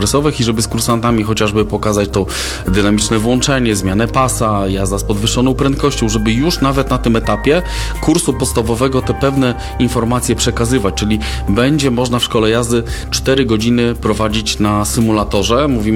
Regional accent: Lublin, Lublin Voivodeship, Poland; czyli my z Polski mamy z Lublina około 1500 km do Aten

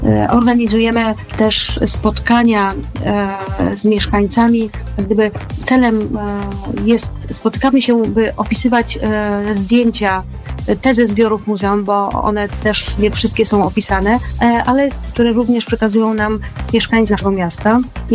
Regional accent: Trzcianka, Greater Poland Voivodeship, Poland; bo choć nie urodziłam się w Trzciance, to moja rodzina pochodzi stąd i w sumie od dzieciństwa tutaj mieszkam.

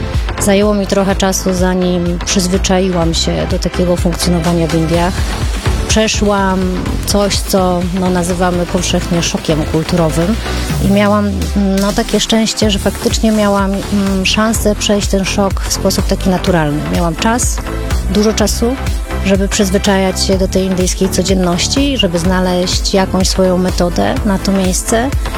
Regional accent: Sopot, Pomeranian Voivodeship, Poland; moved away as an adult; also born or lived in Kraków; now in Warsaw, Poland; Mój dom jest w Polsce, w Warszawie, ale pochodzę z Sopotu, jak powiedziałaś, i to jest miejsce, do którego chętnie wracam

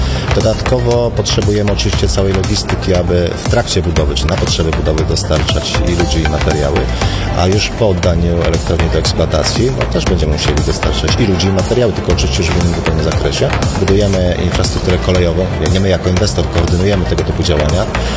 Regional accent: Pomeranian Voivodeship, Poland; Nie urodziłem się w Gdańsku, ale jestem z Pomorza i doceniam walory tej części Polski.

